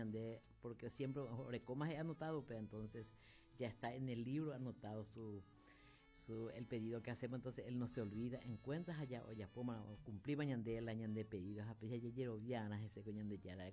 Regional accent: Nueva Londres, Caaguazú, Paraguay; hoy es aniversario de mi pueblito Nueva Londres.

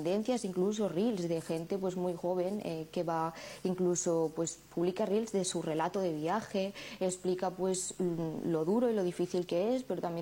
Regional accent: Spain; yo soy española, no vivo aquí en Marruecos

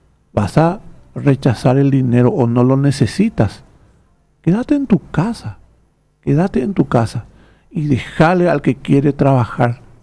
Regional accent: Paraguay; Entonces, no podés vos, uno como paraguayo, no puede decirle: no te tengo paciencia porque sos brasileño.

